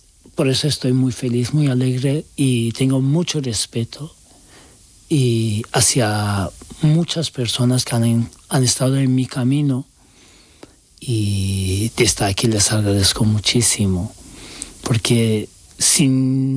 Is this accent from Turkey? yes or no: yes; Turkey; Spanish is a second language; now in Spain; soy turco y podía pasar más fácil que los otros muchos, pero de igual forma molestaban mucho y querían deportarme a Irán. Que una persona de repente, como un ángel, llevó y me ayudó a venirme a España.